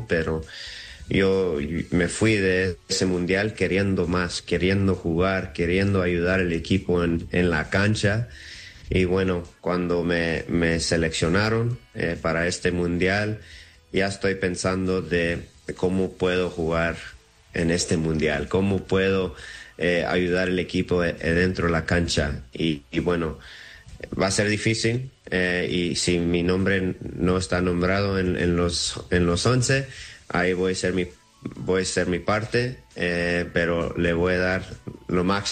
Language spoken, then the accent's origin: Spanish; Los Angeles, California, United States; also born or lived in Seattle; Yo nací en Los Ángeles, me crecí ahí, 18 años, y me fui al colegio, a la universidad en Seattle, y ahí me quedé otros 12, 13 años ahí en Seattle.